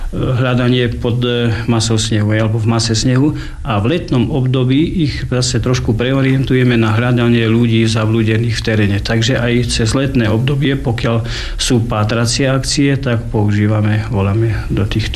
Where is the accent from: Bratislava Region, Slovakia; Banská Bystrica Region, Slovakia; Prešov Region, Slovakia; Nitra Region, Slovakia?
Prešov Region, Slovakia; Veľká Lomnica; narodil som sa tu pod Tatrami